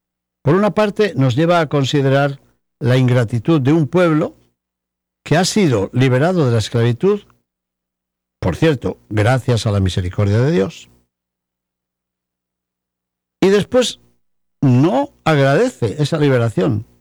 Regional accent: León, Castile and León, Spain; cuyos restos conservamos en mi ciudad natal, en León, en la Basílica de San Isidoro.

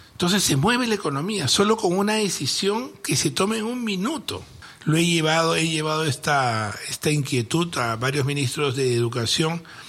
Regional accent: Peru

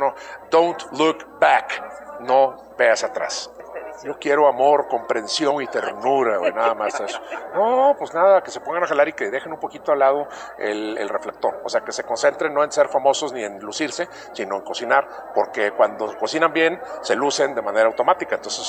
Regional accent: Monterrey, Nuevo León, Mexico; Soy de Monterrey

